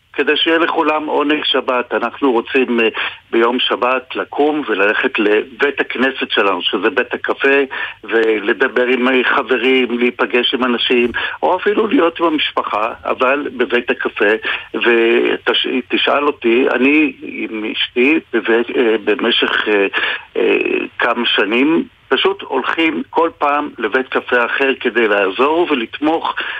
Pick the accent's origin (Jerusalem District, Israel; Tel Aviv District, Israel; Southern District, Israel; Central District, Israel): Jerusalem District, Israel; Jerusalem; אנחנו ירושלמים